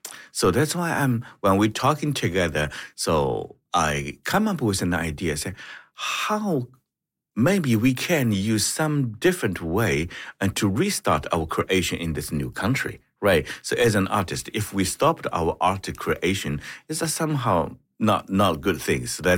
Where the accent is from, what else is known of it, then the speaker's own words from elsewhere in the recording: China; English is a second language; now in New Brunswick, Canada; Originally, I'm come from China.